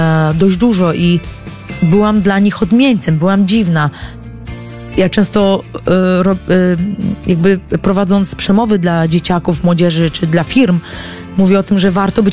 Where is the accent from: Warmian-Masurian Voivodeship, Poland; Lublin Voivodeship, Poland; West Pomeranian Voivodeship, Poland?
Warmian-Masurian Voivodeship, Poland; Olsztyn; wychowałam się na dość sporym osiedlu olsztyńskim.